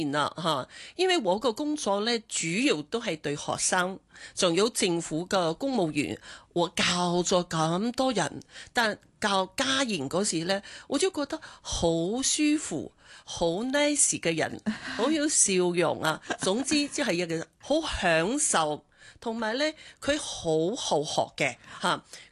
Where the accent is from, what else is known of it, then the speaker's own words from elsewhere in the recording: Harbin, Heilongjiang, China; now in Hong Kong; 系啦系啦，我嚟自哈尔滨。